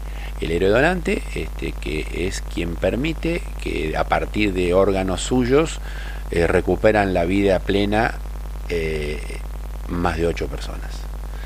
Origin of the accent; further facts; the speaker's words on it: Argentina; ¿Somos solidarios los argentinos? No. Yo soy categórico.